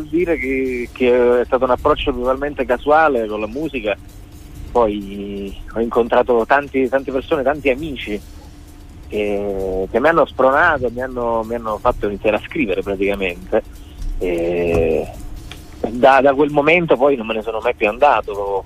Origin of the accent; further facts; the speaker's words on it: Naples, Campania, Italy; Io intanto sono venuto a rilassarmi un attimo a Reggio Emilia, che sono napoletano